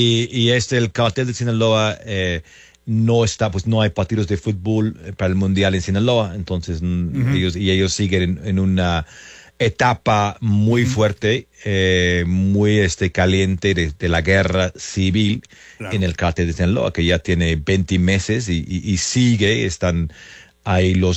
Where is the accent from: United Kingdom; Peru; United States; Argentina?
United Kingdom; England; yo como soy de Inglaterra